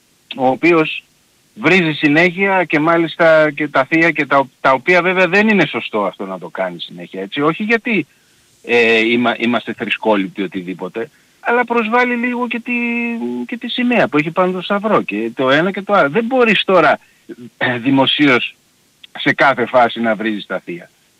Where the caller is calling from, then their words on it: Nea Filadelfeia, Attica, Greece; από την Νέα Φιλαδέλφια